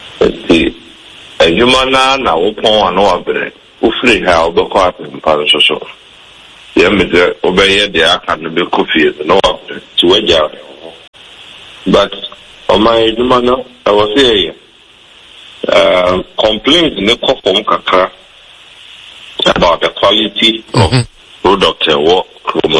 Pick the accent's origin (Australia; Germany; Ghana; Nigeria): Ghana; as a Ghanaian